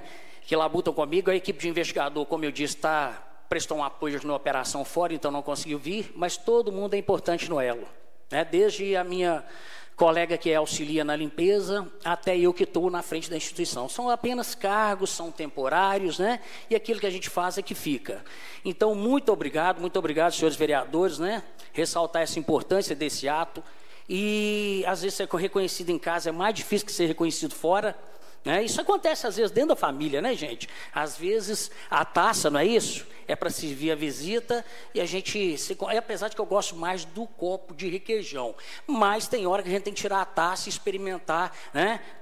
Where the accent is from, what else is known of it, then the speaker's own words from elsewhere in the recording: Dores do Indaiá, Minas Gerais, Brazil; E nós que somos de Dores, mais ainda, né? Conforme o Keninho disse, sou produtor rural, pequeno produtor rural na cidade